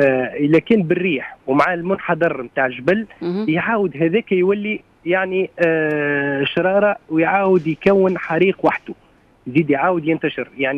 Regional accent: Tunisia

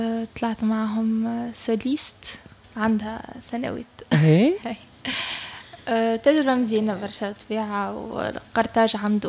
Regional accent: Tunisia; moved away as an adult; also born or lived in Portugal / Spain; now in Dubai, United Arab Emirates; كبرت من الاول في تونس

